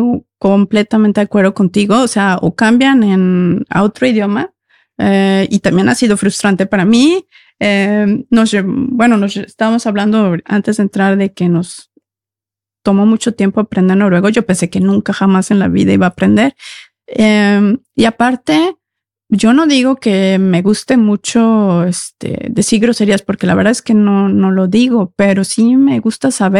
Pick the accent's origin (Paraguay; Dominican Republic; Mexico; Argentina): Mexico; first language Spanish; moved away as an adult; now in Norway; mi idioma es el español. Si me escuchan acento, soy mexicana